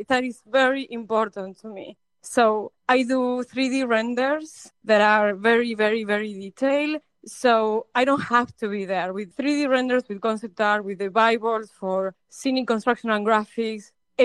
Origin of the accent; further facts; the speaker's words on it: Mar del Plata, Buenos Aires Province, Argentina; moved away as an adult; I'm originally from Mar del Plata, Argentina, as you mentioned, and I grew up in the early 2000s when I was a teenager, going to the Mar del Plata Film Festival